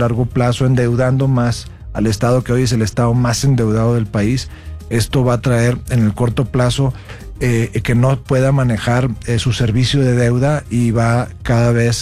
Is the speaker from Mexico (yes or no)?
yes; Nuevo León, Mexico; como somos los regios y como somos la gente de Nuevo León, somos muy directos, muy francos